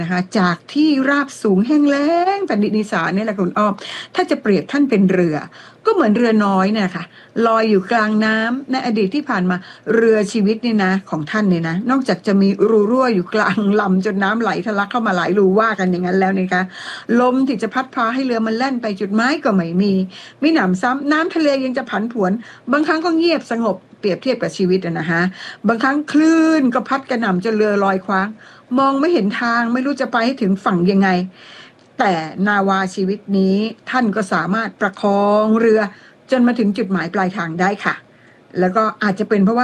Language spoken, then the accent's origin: Thai; Isan, Thailand; จากลูกอีสานมีโอกาสได้เรียนหนังสือแค่ชั้นป.4ผมก็มาบวชเนนหาความรู้ให้ตัวเองบวชเนนอยู่10ปีเลยนะคะ